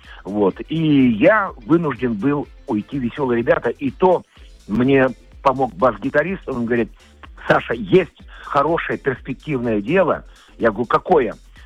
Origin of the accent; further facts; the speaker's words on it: Moscow, Russia; Ну, я сам москвич